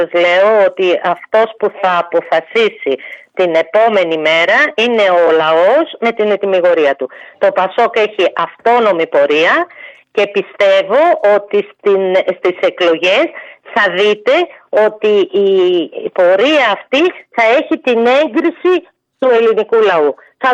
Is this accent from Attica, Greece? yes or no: no; Kastoria, Western Macedonia, Greece; στον τόπο μου, στην Καστοριά, στον τόπο που γεννήθηκα, που ζω, που μεγάλωσα